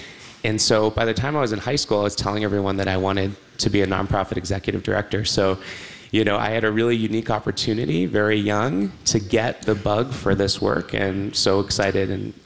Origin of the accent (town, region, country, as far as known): Westborough, Massachusetts, United States; born or raised there